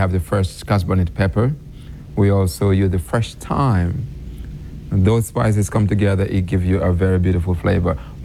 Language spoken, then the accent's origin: English; Jamaica; born there; moved away; I'm a Jamaican. I was born in Jamaica.